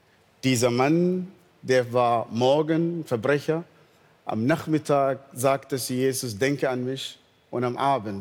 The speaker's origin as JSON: {"language": "German", "region": "Northern Sudan", "country": "Sudan", "tie": "born or raised there", "second_language": "German", "moved": "yes", "said": "Ich bin im Nordsudan geboren, aufgewachsen."}